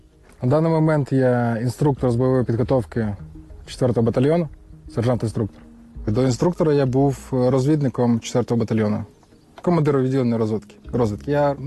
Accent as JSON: {"language": "Ukrainian", "region": "Kyiv", "country": "Ukraine", "first_language": "Russian", "second_language": "Ukrainian", "said": "я сам киянин і почув в Києві вибухи 24 лютого."}